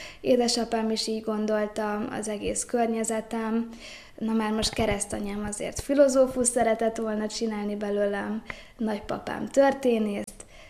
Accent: Debrecen, Hajdú-Bihar, Hungary; A gyermekkorom kiinduló pontja Debrecenben kezdődött, debreceni lány vagyok. Ott egy katolikus iskolában jártam, a Svetícsben, ami megacélozta az én hitemet

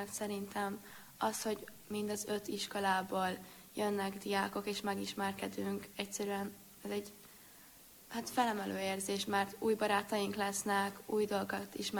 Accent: Székesfehérvár, Fejér, Hungary; és Székesfehérvárról jöttem, a Ciszterci Szent István gimnáziumból.

